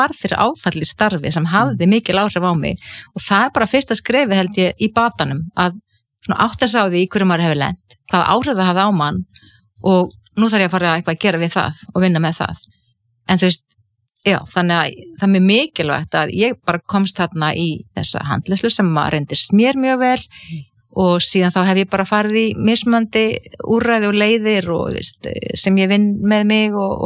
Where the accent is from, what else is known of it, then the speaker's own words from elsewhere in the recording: Ísafjörður, Westfjords, Iceland; ég alveg upp á Ísafirði